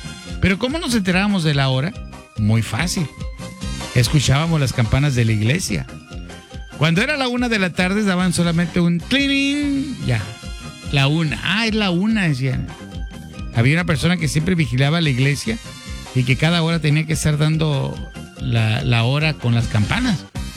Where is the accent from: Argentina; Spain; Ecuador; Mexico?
Mexico; Moctezuma, Sonora; Yo me acuerdo cuando era morrito, sí, porque una vez fui morrito, déjeme decirle, en mi pueblo de Tangamandapio, allá, Moctezuma, Sonora